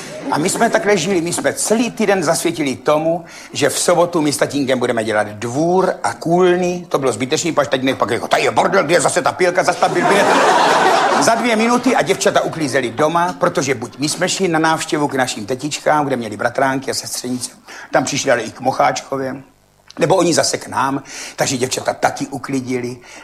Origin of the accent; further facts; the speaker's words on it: Řičmanice, South Moravian Region, Czechia; Tady jsem od Řicmanic a tatínek měl tatínka, mýho dědečka, který měl majetek.